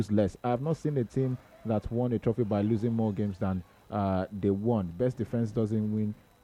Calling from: Asaba, Delta, Nigeria; Good day, Tony and Joseph. … from Asaba.

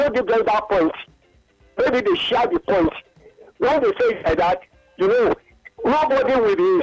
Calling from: Okeago, Nigeria; I'm calling from Okeago.

